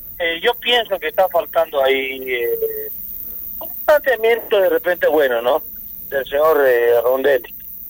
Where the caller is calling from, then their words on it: Arequipa, Peru; Yo soy hincha de Melgar, sí, por lo que soy arequipeño.